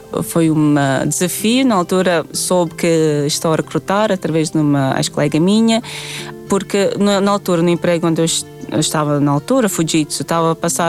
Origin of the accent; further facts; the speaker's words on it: Latvia; Portuguese is a second language; moved away; Perguntava de onde é que eu sou. Disse que sou da Letónia. Pessoas não sabiam e tentei localizar, mais ou menos no mapa.